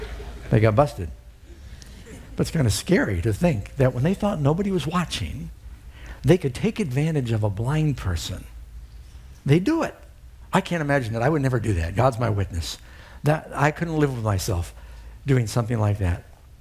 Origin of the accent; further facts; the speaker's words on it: New York City, New York, United States; I grew up in New York City. We had a lot of pigeons.